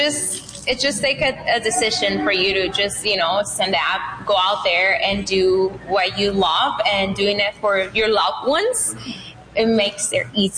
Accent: Sinaloa, Mexico; Banda. I'm from Sinaloa.

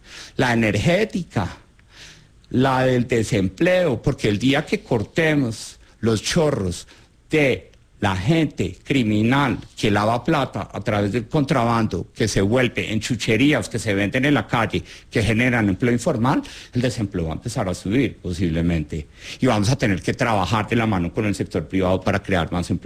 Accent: Colombia; a entender que como colombianos siempre hemos sido capaces de, en la incomodidad, construir algo que nos haga salir adelante.

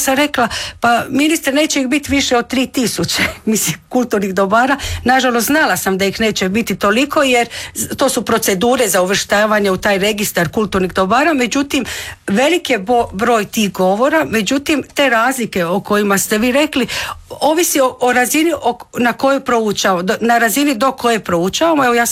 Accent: Klis, Split-Dalmatia County, Croatia; accent: Klis local speech (Neo-Shtokavian Ikavian); moj novoštokavski i ikavski dijalekt kao jedan od dijalekata štokavskog narječja, ali moj mjesni govor je kliški, ja sam iz Klisa. I to je jedan novoštokavski govor na koji sam ja jako ponosna

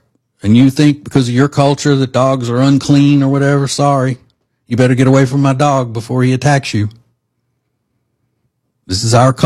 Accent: Charlotte, North Carolina, United States; I am from Charlotte, North Carolina.

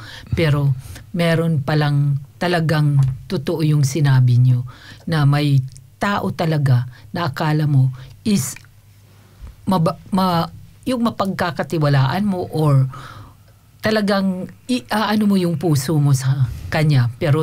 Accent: Eastern Visayas, Philippines; accent: Waray; may pagkabisaya. I mean, Bisaya talaga ako. I'm from Samar, okay? So, maaaring minsan, yung salita ko ay matigas.

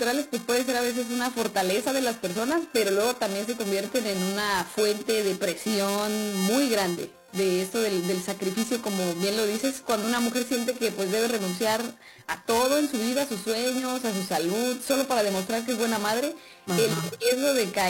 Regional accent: Mexico; como latinos, como mexicanos

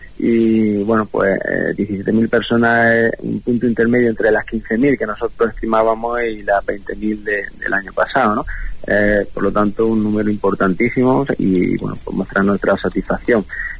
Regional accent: Baza, Andalusia, Spain; los que somos de aquí de Baza

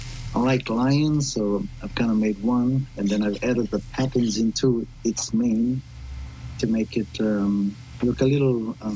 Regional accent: Fiji; born or raised there

